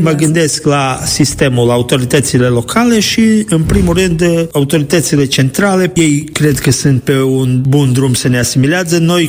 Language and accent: Romanian; Serbia